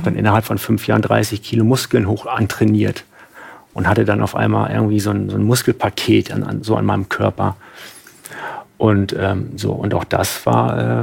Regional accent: Winsen, Lower Saxony, Germany; weil in Winsenluhe, dort wo ich herkomme, aus Norddeutschland, in diesem Fitnessstudio, wo ich trainiert habe

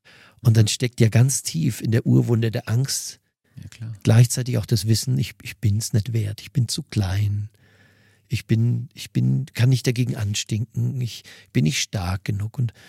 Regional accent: Mühldorf am Inn, Bavaria, Germany

